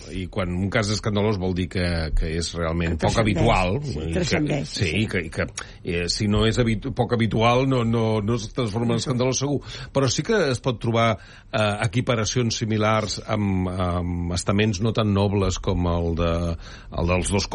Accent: Catalonia, Spain; Aquest és un cas que ens toca, diguéssim, com a catalans, sí, molt directament, no?

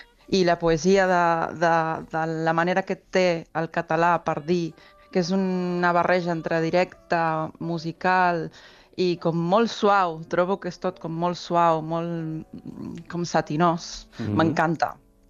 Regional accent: Argentina; Catalan is a second language; moved away as an adult; Clar, al principi va ser un xoc, perquè tenia 20 anys i fa molt d'això també. Llavors, bueno, des del meu barri d'Argentina, arribar aquí, el tema de l'idioma em quedava com molt lluny, no?

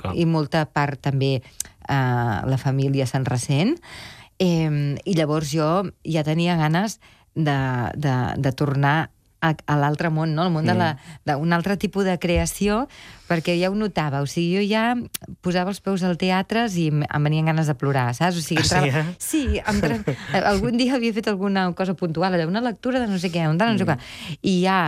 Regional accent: Catalonia, Spain; Com a bona catalana.

